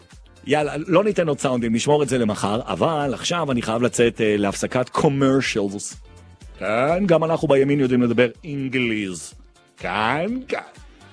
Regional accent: Jerusalem, Jerusalem District, Israel; אני ירושלמי, בלב ובנפש.

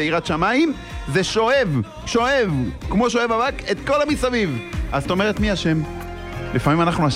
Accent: North, Israel; אני גדלתי בצפון, בפריפריה.

